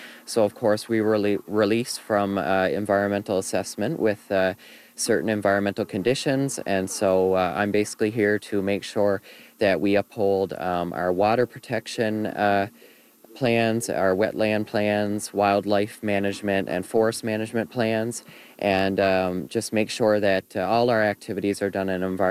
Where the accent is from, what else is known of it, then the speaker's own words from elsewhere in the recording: St. George's, Newfoundland and Labrador, Canada; I'm from St. George's, yeah.